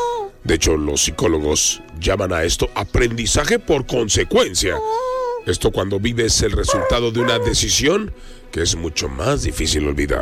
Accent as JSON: {"language": "Spanish", "country": "Mexico", "said": "no, si soy mexicano"}